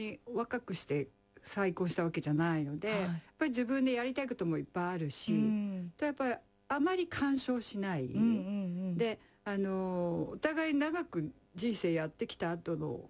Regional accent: Nishinomiya, Hyogo, Japan; now in Chiba, Japan; 小さい頃兵庫県のね、はい、浜甲子園っていう、はい、そこは泳げるような海じゃなかったんですけど。

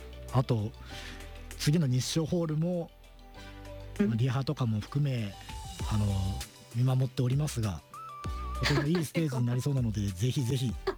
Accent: Takamatsu, Kagawa, Japan; 自分の地元の高松のショッピングモールでピアノ弾き語りの生の歌を聴いた時なんですね。

